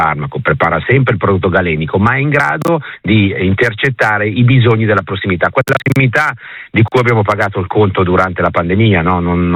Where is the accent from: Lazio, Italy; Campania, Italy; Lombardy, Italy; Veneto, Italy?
Lombardy, Italy; io sono lombardo